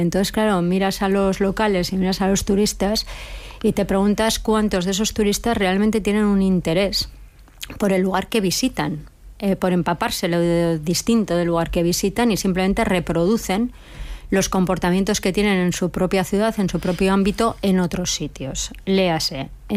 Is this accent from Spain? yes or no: yes; Basque Country, Spain; also born or lived in San Sebastián; Euskadi, que está, lo digo porque yo soy vasca.